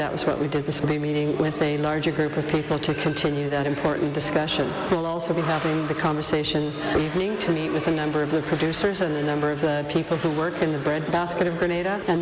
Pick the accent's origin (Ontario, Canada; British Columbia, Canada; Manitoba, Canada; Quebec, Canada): British Columbia, Canada; I am from Canada. I have a team of people with me. We are from British Columbia